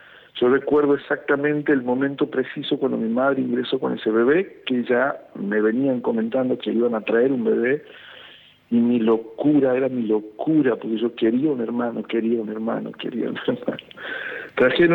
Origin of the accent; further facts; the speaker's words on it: Tucumán, Argentina; also born or lived in Salta; nací en Salta y me crié en Tucumán